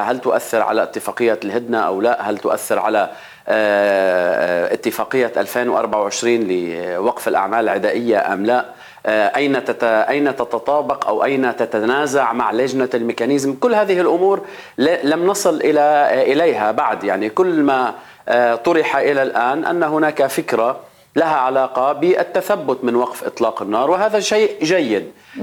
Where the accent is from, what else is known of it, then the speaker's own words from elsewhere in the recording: Lebanon; كنا كلبنانيين